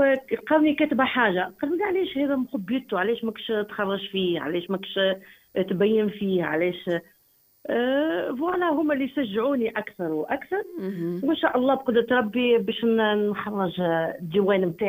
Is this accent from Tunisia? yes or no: yes; Tunisia; now in Morocco; طفولتي عديتها يعني في تونس